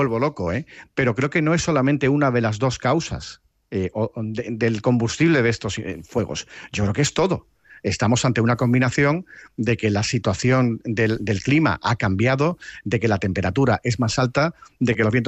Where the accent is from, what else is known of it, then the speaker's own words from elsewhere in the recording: Andalusia, Spain; now in Madrid, Spain; yo soy andaluz, pero mi mujer es madrileña